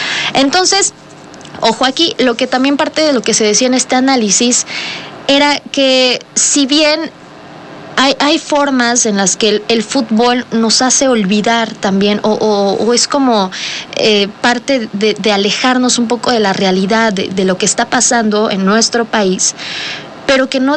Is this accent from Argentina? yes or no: no; Mexico; nosotros como mexicanos